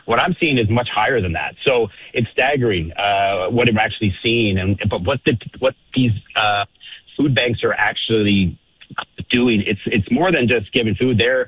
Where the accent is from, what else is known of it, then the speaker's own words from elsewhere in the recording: Toronto, Ontario, Canada; So I'm back in Ontario where I started. I'm from Toronto and I started here.